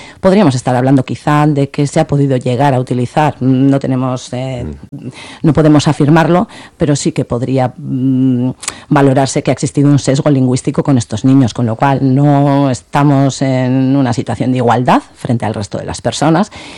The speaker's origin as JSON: {"language": "Spanish", "region": "Basque Country", "country": "Spain", "said": "nosotros vivimos aquí. Yo soy vasca, mis hijos son vascos, les pese a quien les pese"}